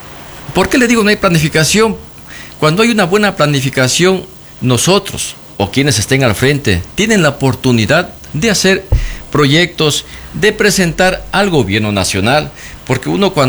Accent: Los Encuentros, Zamora-Chinchipe, Ecuador; yo soy de Los Encuentros, tengo una propiedad acá

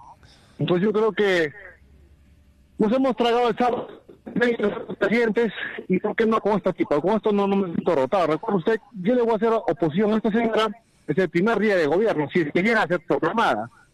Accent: Peru; born there; Porque nací acá en el Perú.

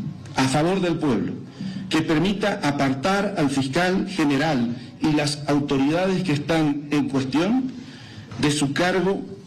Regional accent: Bolivia

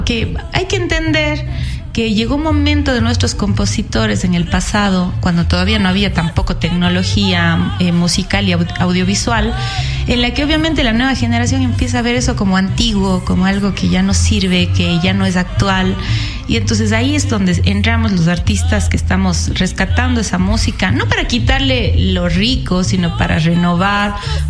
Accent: Ecuador

